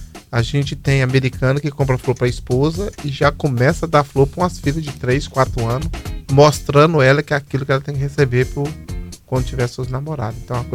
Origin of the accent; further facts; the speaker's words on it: Ipatinga, Minas Gerais, Brazil; moved away as an adult; now in Framingham, United States; Sou mineiro, de Ipatinga, e moro aqui em Framingham há 15 anos.